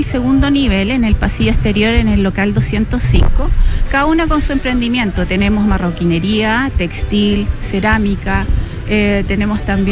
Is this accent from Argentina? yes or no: no; O'Higgins, Chile; somos solamente mujeres de la Sexta Región.